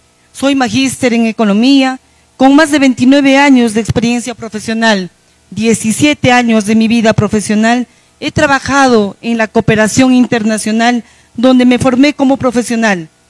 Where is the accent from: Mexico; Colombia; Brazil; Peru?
Peru; Coya, Cusco; Soy del distrito de Coya